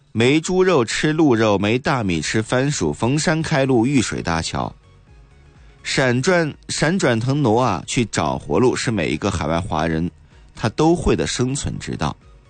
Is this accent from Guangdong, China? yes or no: yes; Chaoshan, Guangdong, China; 我们潮汕人啊